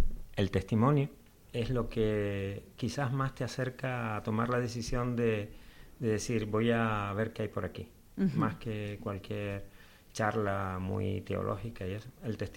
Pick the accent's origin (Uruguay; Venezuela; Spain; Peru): Spain; Telde, Canary Islands; Yo me acuerdo de ir pequeñito, mi abuelo, somos de Telde, mis abuelos maternos vivían en San Antonio y me acuerdo de ir a la ermita de San Antonio a escuchar misa los sábados con él por la tarde, ¿no?